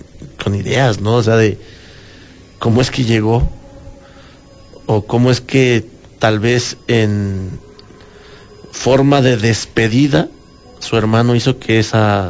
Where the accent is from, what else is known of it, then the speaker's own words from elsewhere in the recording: Matamoros, Tamaulipas, Mexico; soy de Matamoros, Tamaulipas, y desde los 18 me dedico a la venta de ropa de paca.